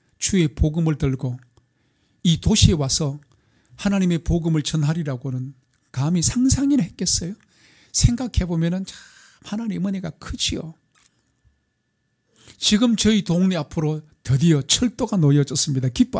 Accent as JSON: {"language": "Korean", "town": "Yeongdeok", "region": "North Gyeongsang", "country": "South Korea", "tie": "born or raised there", "moved": "as an adult", "said": "제 고향이 경상북도 영덕군 변곡면 원항 12994번지에 태어나서 거기서 자랐습니다. 청년이 돼서 객지로 나올 때까지 우리 동네는 기차가 없어요. 유일한 도로는 동해안선에 하나밖에 없는 7번 국도."}